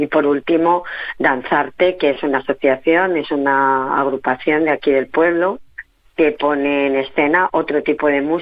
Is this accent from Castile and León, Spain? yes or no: yes; Candelario, Castile and León, Spain; Nos juntamos, candeleranos y candeleranas